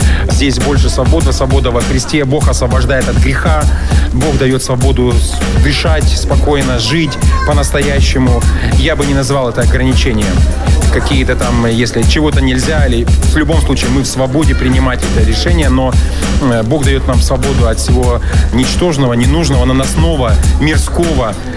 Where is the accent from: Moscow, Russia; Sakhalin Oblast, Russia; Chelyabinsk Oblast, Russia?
Moscow, Russia; я из Москвы.